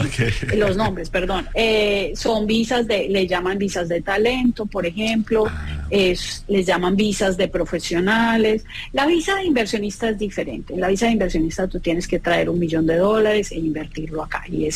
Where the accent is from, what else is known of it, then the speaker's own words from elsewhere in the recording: Cartago, Valle del Cauca, Colombia; moved away as an adult; Esa fue la visa con la que yo soy inmigrante hace 30 años. Soy de Cartago, Valle.